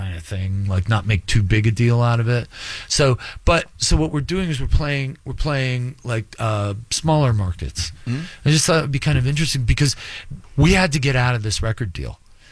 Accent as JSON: {"language": "English", "town": "Buffalo", "region": "New York", "country": "United States", "said": "So I want to go back because I connect with those people because I'm from Buffalo."}